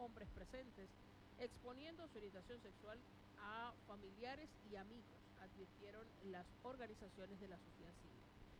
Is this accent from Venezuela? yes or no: yes; Zulia, Venezuela; para los que somos del Zulia, ¿no? Y digamos, siempre el equipo de la casa